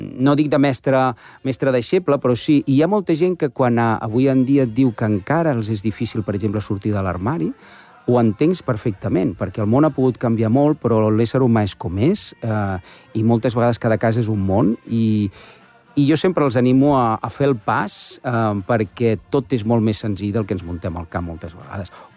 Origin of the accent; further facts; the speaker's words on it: Barcelona, Catalonia, Spain; al Poble Nou, que jo sempre dic que sóc del Poble Nou abans que fos guai